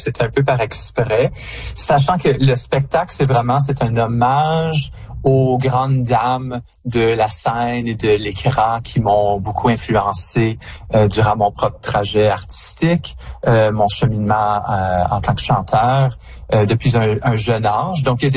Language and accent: French; Canada; parce qu'en tant que Français-Canadien, je pense qu'on a une expérience très unique avec